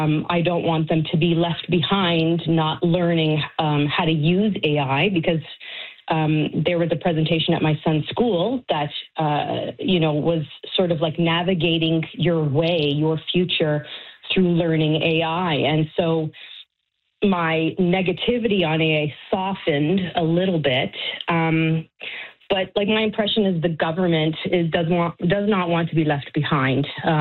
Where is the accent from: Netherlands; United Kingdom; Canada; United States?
Canada